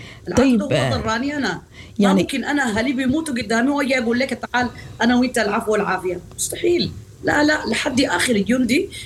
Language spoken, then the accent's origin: Arabic; Sudan; لكن أنا بتكلم عن شخصي أنا كمطربة وكإنسان كفنانة سودانية، أنا داعمة لقوات الشعب المسلحة